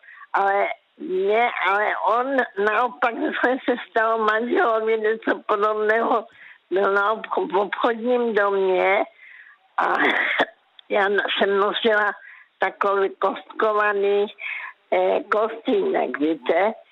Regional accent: Karolinka, Zlín Region, Czechia; já pocházím z Karolinky a jela jsem do Velkých Karlovic

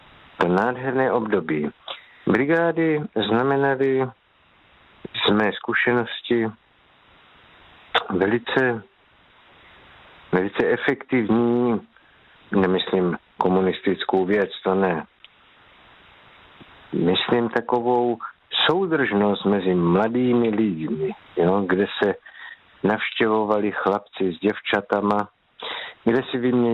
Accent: Moravia, Czechia; pracoval jsem pro velice nádhernou dědinu u nás na Moravě, zvanou Dambořice

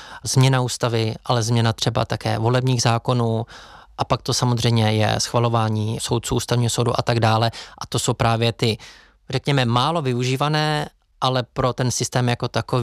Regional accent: Hradec Králové, Hradec Králové Region, Czechia; já sám jsem Hradečák

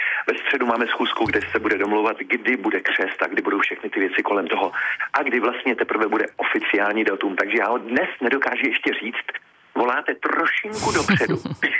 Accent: Most, Ústí nad Labem Region, Czechia; já jsem z Mostu a hrdě prohlašuji, že jsem kluk z Koneční

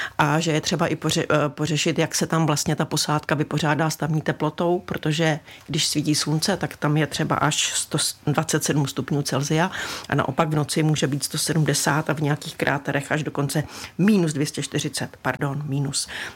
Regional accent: Pardubice, Pardubice Region, Czechia; Já jsem z Pardubic a vím, že se vždycky říkalo, chodí se pracovat do Zemtína.

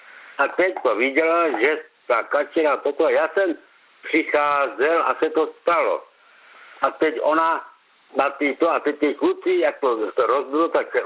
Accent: Krnov, Moravian-Silesian Region, Czechia; Já jsem rodák z Krnova

